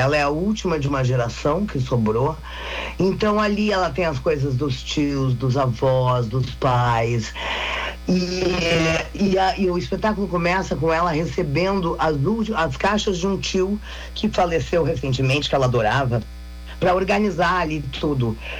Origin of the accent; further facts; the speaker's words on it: Rio Grande do Sul, Brazil; now in São Paulo, Brazil; nós somos gaúchos, ele veio para o Rio, eu fui morar em São Paulo